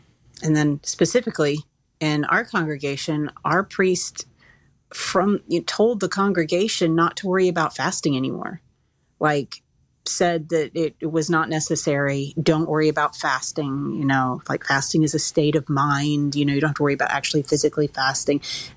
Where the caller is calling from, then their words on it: Massachusetts, United States; I'm calling from Massachusetts.